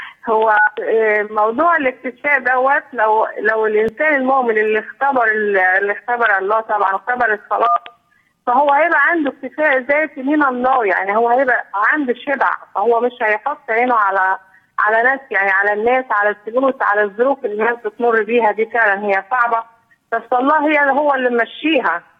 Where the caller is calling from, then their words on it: Cairo, Cairo Governorate, Egypt; أنا من القاهرة، قرية النخل، من عند الأسيس عبد الله.